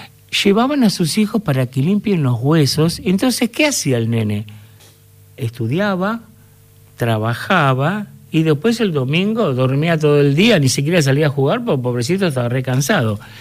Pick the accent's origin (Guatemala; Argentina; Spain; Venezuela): Argentina; Avellaneda, Buenos Aires Province; born there; yo nací en Avellaneda